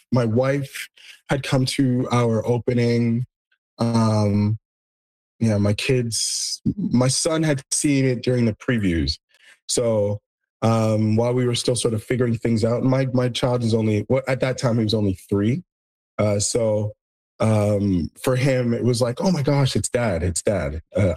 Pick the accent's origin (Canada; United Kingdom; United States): Canada; As a Canadian